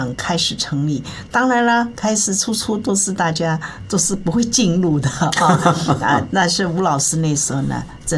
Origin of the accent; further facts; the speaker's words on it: Shanghai, China; moved away as an adult; also born or lived in Hong Kong; now in Taiwan; 我在上海长大